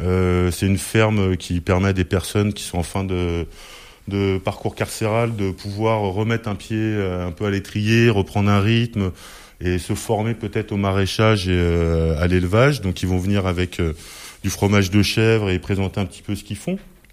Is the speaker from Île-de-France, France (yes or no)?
yes; Île-de-France, France; now in Brittany, France; Moi j'ai migré en Bretagne, je venais d'Île-de-France